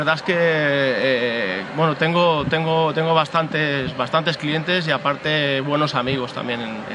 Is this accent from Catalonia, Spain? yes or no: yes; Barcelona, Catalonia, Spain; yo soy de Barcelona.